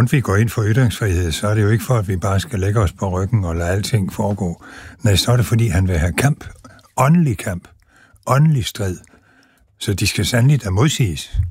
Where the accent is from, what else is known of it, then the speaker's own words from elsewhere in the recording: Region of Southern Denmark, Denmark; i Sønderjylland, der hvor jeg stammer fra.